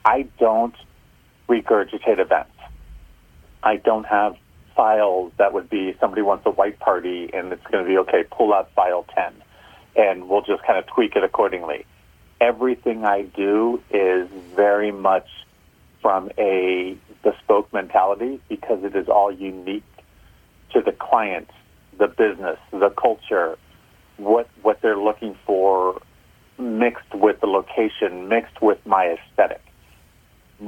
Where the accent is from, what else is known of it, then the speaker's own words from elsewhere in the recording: San Francisco, California, United States; On paper, I grew up in San Francisco. On paper, born and raised San Francisco. I think I'm one of the last remaining seven.